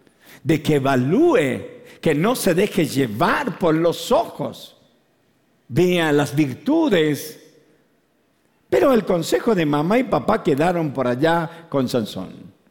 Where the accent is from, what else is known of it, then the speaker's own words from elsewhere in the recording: Mendoza, Argentina; Por eso amo mi tierra. Amo esta Argentina, Mendoza en particular, la colonia.